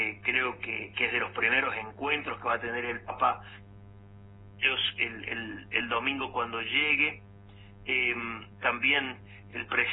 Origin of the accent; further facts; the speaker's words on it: San Juan, Argentina; acompañar a mi pueblo y estar con los sanjuaninos viviendo una experiencia única.